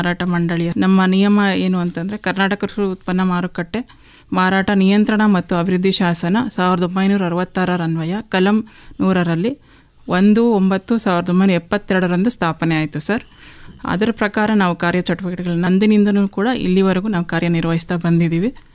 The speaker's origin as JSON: {"language": "Kannada", "town": "Chintamani", "region": "Karnataka", "country": "India", "tie": "born or raised there", "moved": "as an adult", "lives_now": "Mysore, India", "said": "ನನ್ನ ಹುಟ್ಟೂರು ಬಂದು ಆ್ಯಕ್ಚುಲಿ ಚಿಂತಾಮಣಿ ತಾಲೂಕು ಸರ್. ನಾನು ಮದುವೆ ಆಗಿ ಕೊಟ್ಟಿರೋದೆಲ್ಲನೂ ಬೆಂಗಳೂರಲ್ಲಿ."}